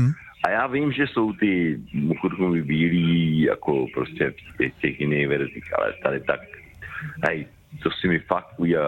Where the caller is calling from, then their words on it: Moravian-Silesian Region, Czechia; No, tak já jsem kousek od Opavy